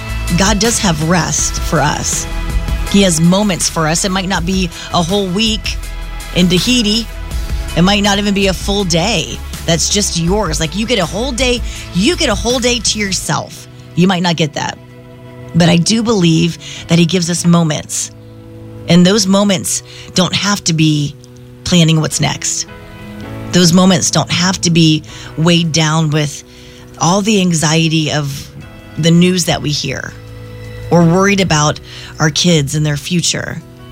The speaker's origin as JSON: {"language": "English", "region": "Florida", "country": "United States", "tie": "born or raised there", "said": "I grew up in Central Florida"}